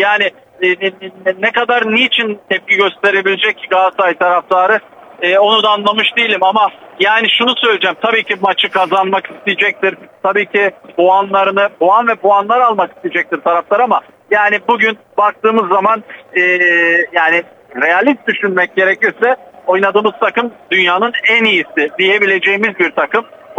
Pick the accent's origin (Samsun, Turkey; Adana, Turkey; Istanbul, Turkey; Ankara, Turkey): Adana, Turkey; Sadece kendi takımımız var. Memleketimizin takımı. Adana Demirsporluyum.